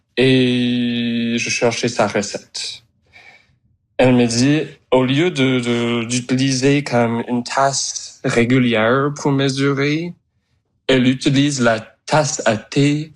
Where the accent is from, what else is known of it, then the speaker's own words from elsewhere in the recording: Conception Bay South, Newfoundland and Labrador, Canada; Bon, moi, j'ai grandi à Conception Bay South, c'est juste à côté de St. John's. Puis moi, j'ai grandi vraiment en mangeant des Tautons.